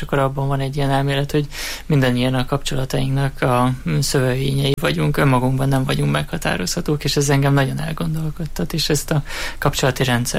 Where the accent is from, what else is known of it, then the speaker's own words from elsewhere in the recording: Miskolc, Borsod-Abaúj-Zemplén, Hungary; moved away as an adult; also born or lived in Debrecen; Én Miskolcon születtem, és a Miskolcon is jártam a gimnáziumban, a Herman Otto gimnáziumban.